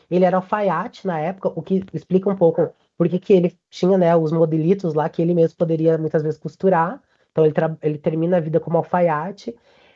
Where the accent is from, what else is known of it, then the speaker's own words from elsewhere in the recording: Rio Grande do Sul, Brazil; E aí, qual é o engraçado para mim? Eu sou gaúcho.